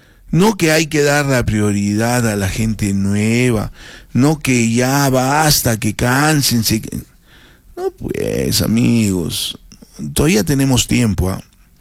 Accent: Arequipa, Peru; Yo estoy hablando como ciudadano, como un arequipeño más en este momento

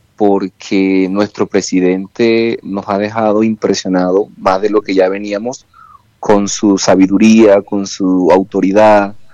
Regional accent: Colombia

